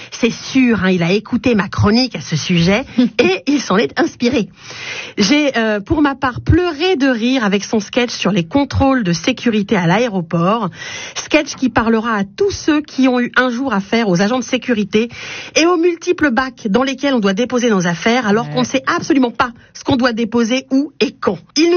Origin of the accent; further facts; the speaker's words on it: Hauts-de-France, France; en tant que Picarde, je suis cliente de l'humour et de l'univers de Danny Boone.